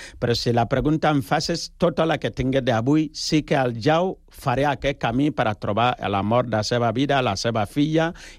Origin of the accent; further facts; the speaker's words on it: Ghana; Catalan is a second language; now in Spain; perquè jo soc de Ghana, tu imagina que jo vinc aquí amb un taparrabo o una aliança, això no és així. Llavors, clar, jo si vinc a Catalunya, com mínim, aprendre la llengua catalana